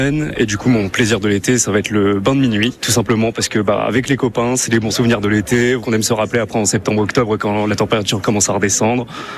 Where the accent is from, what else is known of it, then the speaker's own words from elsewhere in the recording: Normandy, France; ça va être à la plage, on a grandi en Normandie, voilà, on se fait plaisir, on a eu le temps de faire ça plein de fois